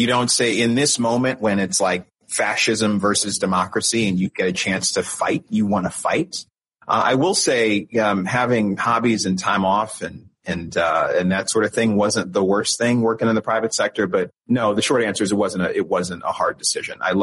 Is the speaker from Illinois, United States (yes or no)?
yes; Westchester, Illinois, United States; now in South Side of Chicago, United States; I'm a Southsider now for more than 20 years, but I originally grew up in the western suburbs of Chicago. My mother still lives in the same house I grew up in Westchester.